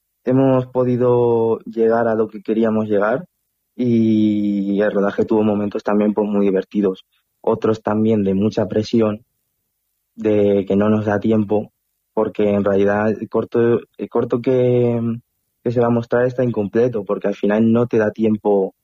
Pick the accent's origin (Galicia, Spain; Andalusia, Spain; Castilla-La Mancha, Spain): Castilla-La Mancha, Spain; Tomelloso; Tenemos uno en Tomelloso, en mi pueblo